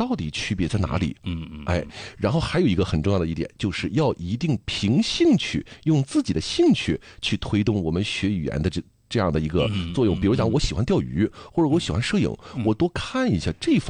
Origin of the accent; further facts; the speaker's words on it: China; 我们中国人有一个小的问题，就是不善于交流